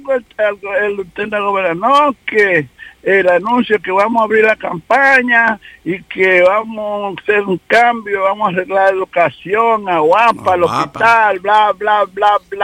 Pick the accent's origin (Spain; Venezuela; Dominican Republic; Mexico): Dominican Republic; yo soy un dominicano.